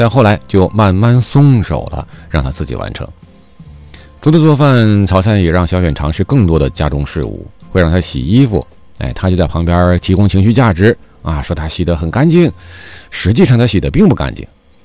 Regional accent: China; 在我们中国人的传统观念里面也好

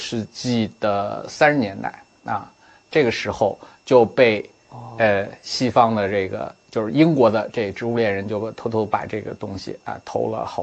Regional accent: China; 我们中国人

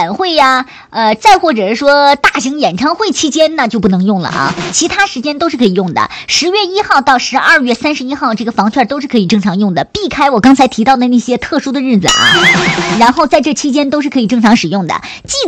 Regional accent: Hainan, China

